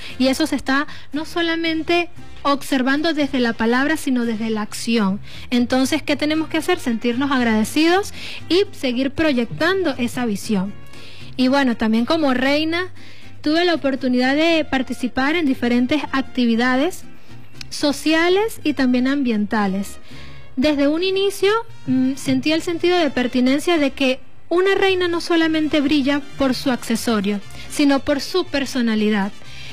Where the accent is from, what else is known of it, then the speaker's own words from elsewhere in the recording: El Vigía, Mérida, Venezuela; mi hermosa tierra, el estado Mérida, porque amén, también acá en el municipio del Alberto Adriani somos parte del estado Mérida. Somos la puerta de los Andes